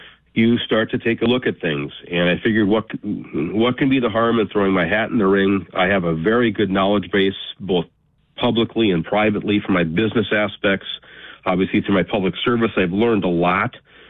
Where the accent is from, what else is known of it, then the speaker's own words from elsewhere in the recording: Fargo, North Dakota, United States; Well, again, I'm from Fargo.